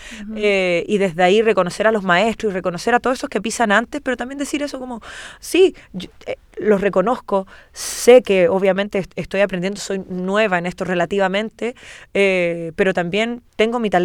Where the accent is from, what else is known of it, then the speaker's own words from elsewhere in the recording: Chile; Nosotros también, como chilenos incluso, uh-huh. que no nacimos con este estilo.